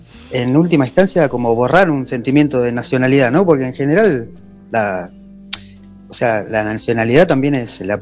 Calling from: Tigre, Buenos Aires Province, Argentina

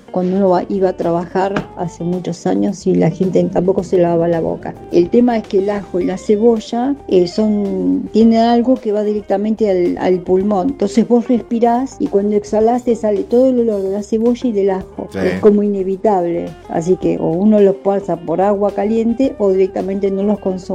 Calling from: Wilde, Buenos Aires Province, Argentina

